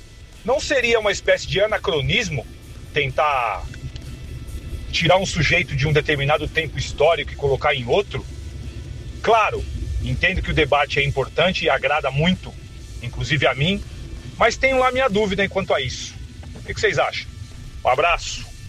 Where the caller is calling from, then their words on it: Itanhaém, São Paulo, Brazil; de Itanhaém